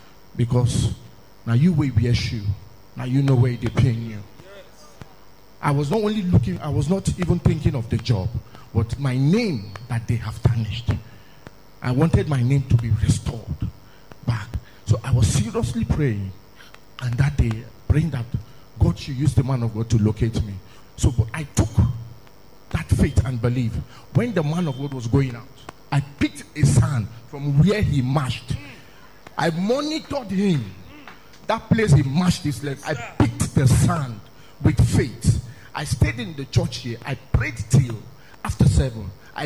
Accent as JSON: {"language": "English", "region": "Cross River", "country": "Nigeria", "said": "I am from Cross River State."}